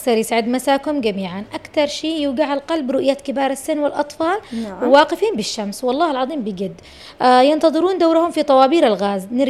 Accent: Aden, Yemen; مدينتنا الحبيبة عدن

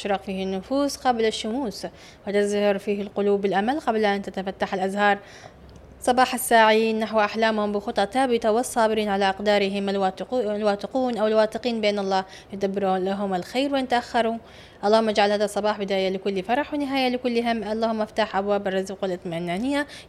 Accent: Yemen; عندنا في اليمن،

